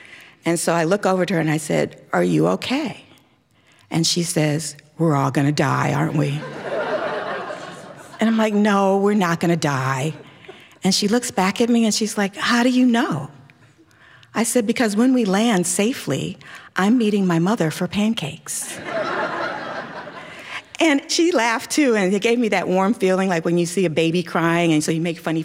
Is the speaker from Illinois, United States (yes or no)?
yes; Chicago, Illinois, United States; I mean, I grew up in Chicago too, so one of the things that I continually heard in my household